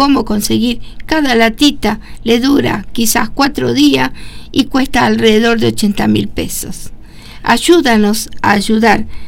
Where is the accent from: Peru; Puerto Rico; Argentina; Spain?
Argentina